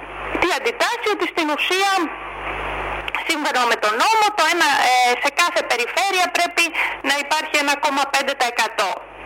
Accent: Chalki, South Aegean, Greece; born there; στο Χαλκί, που είναι ουσιαστικά το χωριό μου

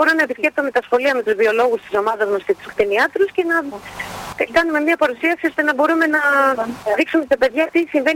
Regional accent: Greece

